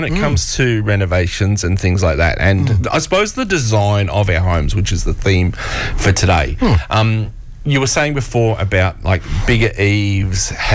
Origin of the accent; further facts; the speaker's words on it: Queensland, Australia; now in Western Australia, Australia; I know I grew up on the East Coast, but growing up in Queensland